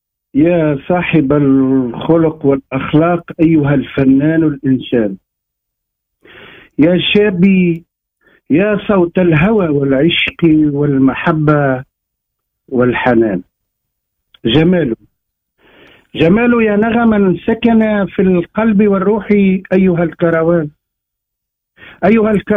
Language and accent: Arabic; Ouled Haffouz, Sidi Bouzid, Tunisia; also born or lived in Sfax; أنا أصيل ولاية سيدي بوزيد وقريت في صفاقس عام 86-87 وأصيل بالحق أصيل معتمدية أولاد حفوز